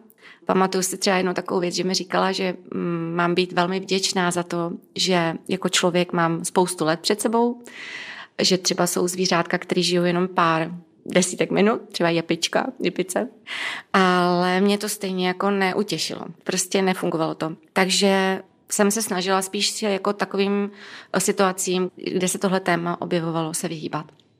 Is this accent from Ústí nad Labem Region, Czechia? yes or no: yes; Duchcov, Ústí nad Labem Region, Czechia; protože jeden z nich je konkrétní kaplička blízko města, kde bydlím, já jsem z Duchcova